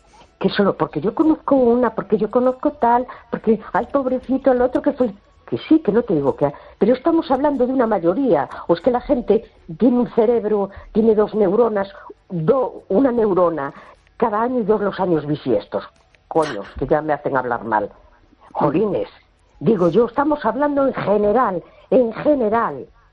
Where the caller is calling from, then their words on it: A Coruña, Galicia, Spain; de La Coruña.